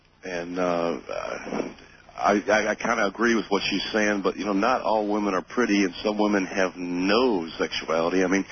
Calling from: Nashville, Tennessee, United States; from Nashville.

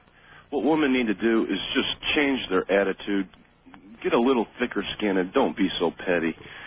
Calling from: Nashville, Tennessee, United States; from Nashville.

